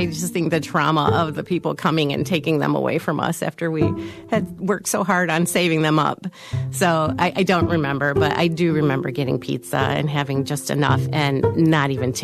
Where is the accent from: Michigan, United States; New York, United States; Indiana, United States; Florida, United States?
Michigan, United States; South Lyon; I am from South Lyon, Michigan.